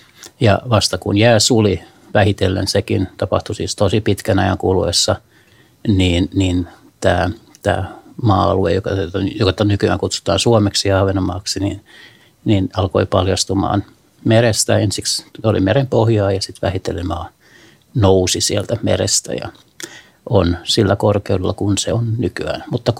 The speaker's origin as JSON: {"language": "Finnish", "town": "Hanko", "region": "Uusimaa", "country": "Finland", "tie": "born or raised there", "said": "koko lapsuuteni viettänyt Hangossa ja nuoruuteni merellä erilaisissa paikoissa"}